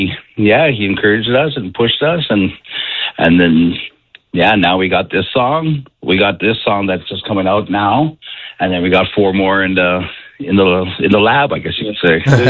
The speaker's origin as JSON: {"language": "English", "town": "Beauval", "region": "Saskatchewan", "country": "Canada", "said": "me and Chad we're both from Beauval, Saskatchewan."}